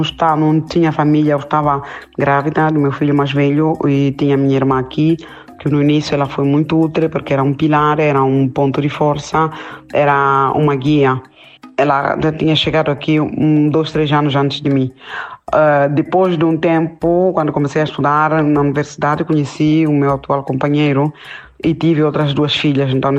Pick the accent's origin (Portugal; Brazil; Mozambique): Mozambique; moved away as an adult; now in Rome, Italy; moçambicana, que vivo na Itália há 22 anos, e no específico vivo em Roma, na cidade de Roma.